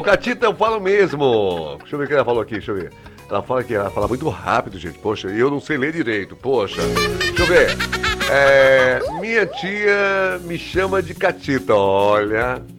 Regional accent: Salvador, Bahia, Brazil; Minha avó é baiana, eu também sou baiano. Olha só, eu também sou baianinho, querida. Só tem um pequeno detalhe que eu sempre falo, né? Eu sou aqui de Salvador, Bahia, na Gema.

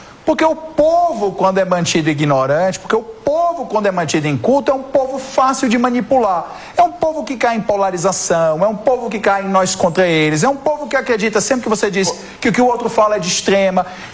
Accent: Ceará, Brazil; Eu sou do Nordeste, eu te garanto uma coisa. Se você for ao interior do meu estado, Ceará, que a maioria absoluta das cidades tem um nível educacional sofrível

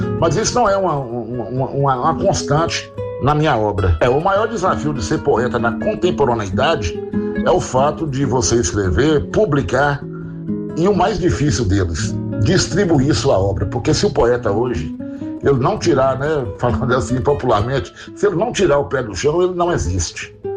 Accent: Jequitinhonha, Minas Gerais, Brazil; a minha poética, ela é sempre focada na memória e na minha infância vivida aqui em Jequitinhonha. Então, Jequitinhonha está sempre presente na minha obra, né?

